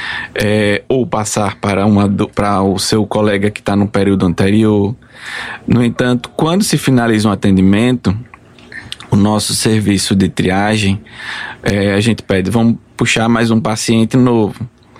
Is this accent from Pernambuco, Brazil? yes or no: no; Alagoas, Brazil; Sou alagoano.